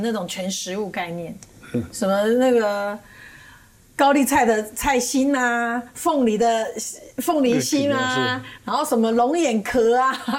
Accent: Taiwan; 还有这个我们台湾人很讲究的汤头，

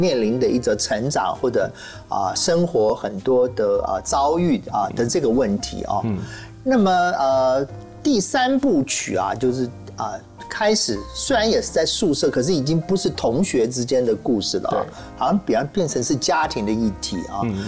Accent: Taiwan; 对我们台湾人来讲的话

